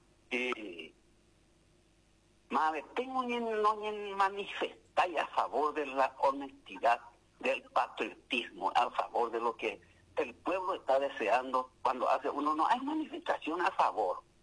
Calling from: Paraguay; como un ciudadano, como un paraguayo más

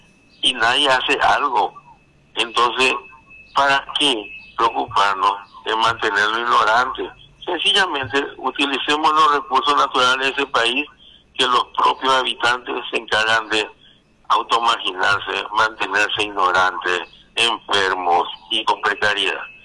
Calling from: Paraguay

